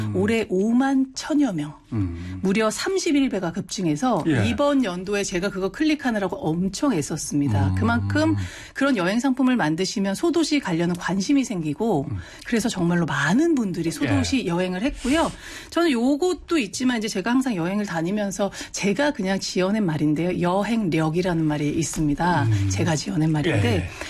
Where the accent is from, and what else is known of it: South Korea